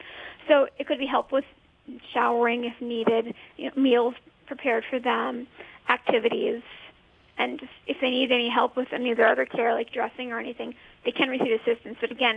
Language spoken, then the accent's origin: English; Minnesota, United States; now in North Dakota, United States; I'm from Minnesota